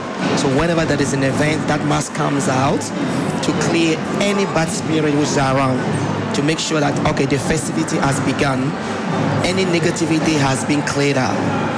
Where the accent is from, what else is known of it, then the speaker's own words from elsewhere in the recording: Côte d’Ivoire; now in Australia; we do back home in Ivory Coast.